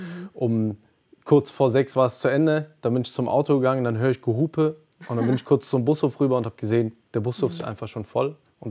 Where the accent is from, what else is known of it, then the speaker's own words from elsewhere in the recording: Aachen, North Rhine-Westphalia, Germany; Ein bisschen, als Aachener vor allem ja.